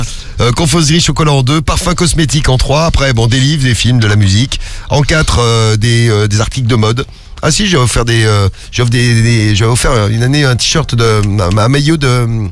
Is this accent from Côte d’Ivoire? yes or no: no; France; chez nous en France